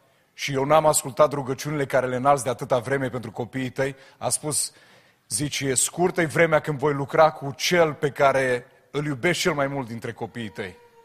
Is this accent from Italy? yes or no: no; Constanța, Constanța County, Romania; moved away as an adult; now in Onești, Romania; Eu m-am născut la Constanța, deși actualmente locuiesc la Onești.